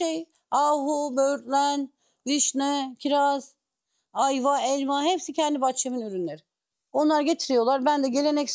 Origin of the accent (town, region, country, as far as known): Cumalıkızık, Bursa, Turkey